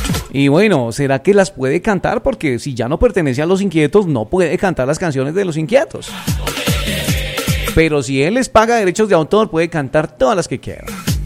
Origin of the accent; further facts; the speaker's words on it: Colombia; born there; Soy de Colombia y me siento orgulloso de haber nacido en mi pueblo, en mi hermosa patria colombiana.